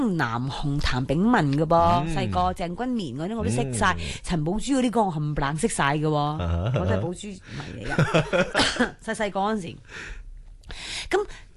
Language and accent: Cantonese; Hong Kong; 我系广东人嚟噶嘛，咁我系身为香港